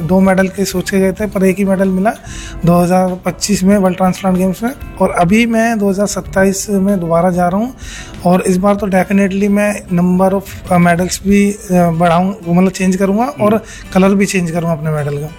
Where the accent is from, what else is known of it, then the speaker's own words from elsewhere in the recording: Baghpat, Uttar Pradesh, India; और मैं बागपत उत्तर प्रदेश का रहने वाला हूँ